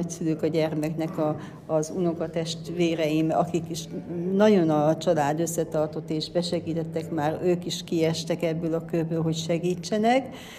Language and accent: Hungarian; Bükkábrány, Borsod-Abaúj-Zemplén, Hungary; Bükkelbrányból jöttem, és azért jöttem erre a konferenciára